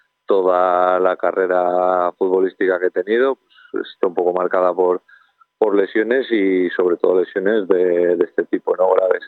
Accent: Cantabria, Spain; born there; el equipo de mi pueblo, el que considero mi equipo, que es el Escudo

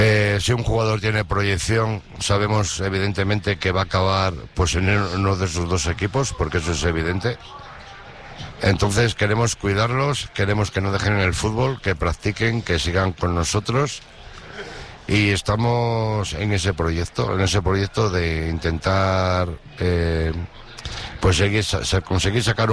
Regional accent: Abionzo, Cantabria, Spain; Soy de Abionzo, ascendencia pasiega.

